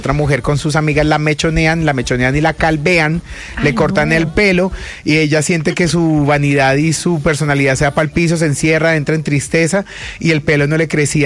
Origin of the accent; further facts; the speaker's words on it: Colombia; me siento como colombiano feliz